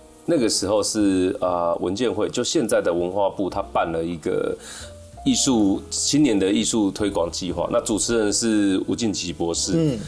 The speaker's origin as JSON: {"language": "Chinese", "town": "Chiayi", "country": "Taiwan", "tie": "born or raised there", "moved": "as an adult", "said": "我就是想在我的家乡做。"}